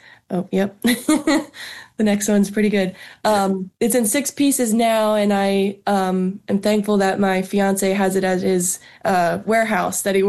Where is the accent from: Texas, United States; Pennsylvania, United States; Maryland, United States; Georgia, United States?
Pennsylvania, United States; I grew up in the Philly suburbs.